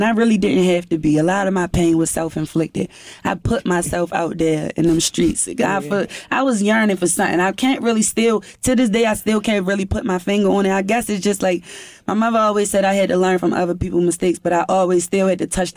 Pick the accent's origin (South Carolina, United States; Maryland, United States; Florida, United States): Maryland, United States; Baltimore; I was born and raised in East Baltimore.